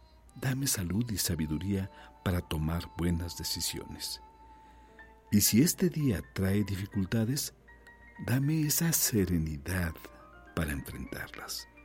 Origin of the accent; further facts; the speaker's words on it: Mexico; el hecho de saber que somos mexicanos